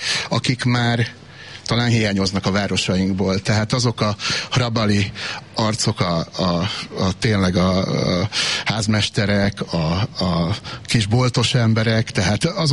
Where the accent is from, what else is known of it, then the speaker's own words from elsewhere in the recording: Vác, Pest, Hungary; born there; Én itt is születtem.